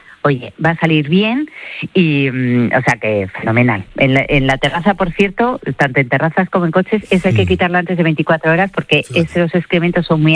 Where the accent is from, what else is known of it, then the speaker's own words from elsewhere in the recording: Spain; que para eso somos españoles y vamos a tirar a nuestra tierra.